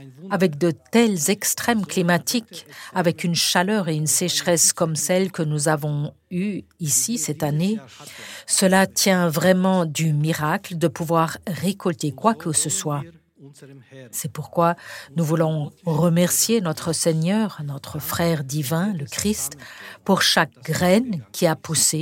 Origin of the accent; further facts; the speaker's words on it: Croatia; moved away; Je suis originaire de Croatie